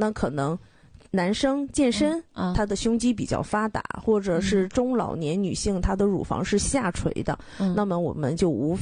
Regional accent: Dalian, Liaoning, China; accent: Dalian; 用咱们大连话叫心口窝了。

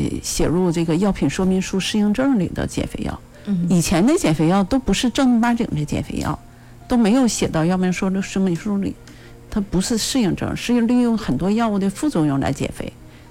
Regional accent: China

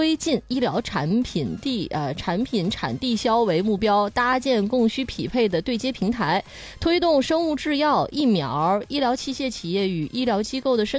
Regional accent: Huludao, Liaoning, China; moved away; 葫芦岛那边，你像我老家那边都是叫带鱼，

